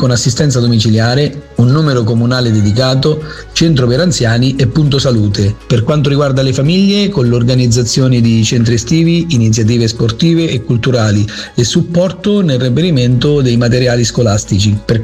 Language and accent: Italian; Santa Vittoria in Matenano, Marche, Italy; al mio paese